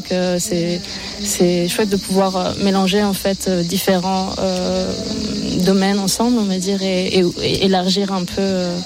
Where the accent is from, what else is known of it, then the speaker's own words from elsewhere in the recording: Turkey; moved away; je suis originaire de Turquie